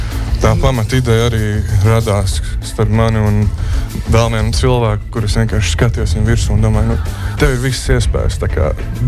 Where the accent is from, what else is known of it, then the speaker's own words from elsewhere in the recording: Madona, Vidzeme, Latvia; jā, mēs no Madonas.